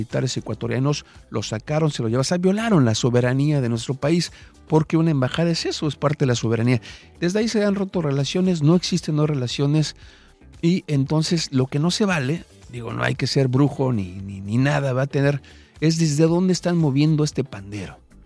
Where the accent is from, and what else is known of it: Mexico